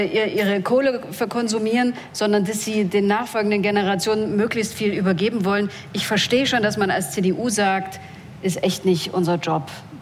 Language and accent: German; East Germany, Germany; Ich komme ja auch aus Ostdeutschland, da kann man das leicht sagen.